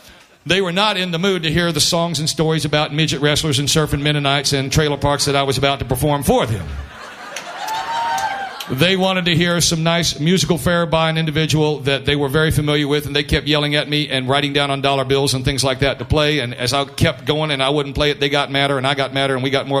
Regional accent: South Carolina, United States; moved away; I was back in my home state of South Carolina once again

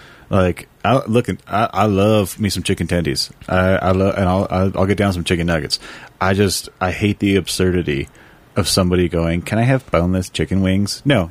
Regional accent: Arizona, United States; I grew up in Arizona.

